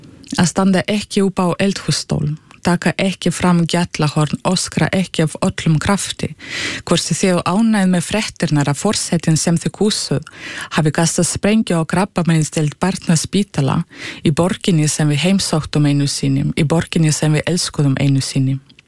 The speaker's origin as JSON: {"language": "Icelandic", "country": "Russia", "tie": "born or raised there", "second_language": "Icelandic", "lives_now": "Iceland", "said": "þegar ég var lítil þetta var mjög gefandi líka að sjá heimalandið mitt upp á nýtt í öðru ljósi"}